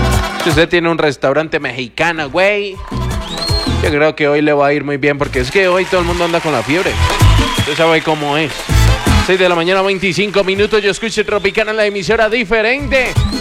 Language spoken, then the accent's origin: Spanish; Colombia; yo soy colombiano, papi, de una, para adelante es para allá.